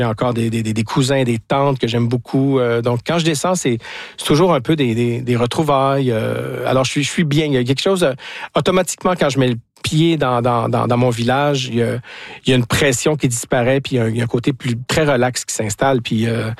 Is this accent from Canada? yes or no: yes; Dégelis, Quebec, Canada; born there; moved away; Donc, je suis encore très, très, très, très confortable là, dans mon coin de pays. Mais ça se limite un peu à Dégely